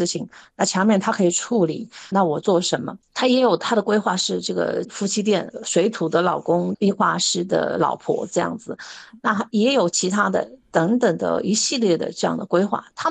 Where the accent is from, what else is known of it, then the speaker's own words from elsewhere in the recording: Wuhan, Hubei, China; now in Taichung, Taiwan; 第一故乡是湖北省武汉市，是我的出生地，大概在大陆有漂了很多，也算是东奔西跑了几年吧。在大概30岁左右来到了我们台中新社区